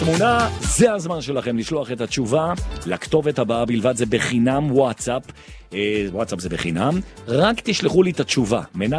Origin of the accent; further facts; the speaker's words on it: Jerusalem, Jerusalem District, Israel; אני ירושלמי